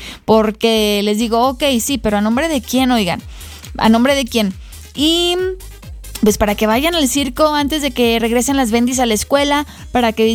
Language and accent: Spanish; Mexico